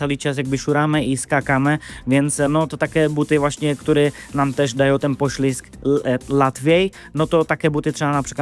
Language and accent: Polish; Czechia; first language Czech; Polish is a second language; moved away as an adult; now in Warsaw, Poland; Przepraszam za mój polski, bo ja jestem z Czech, pochodzę z Czech, ale mieszkam 7 lat w Warszawie, więc się uczę polski język.